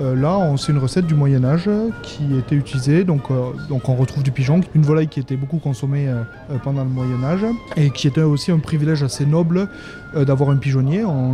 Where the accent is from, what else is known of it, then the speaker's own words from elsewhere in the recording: Occitanie, France; Ah, moi, je suis aveyronnais aussi.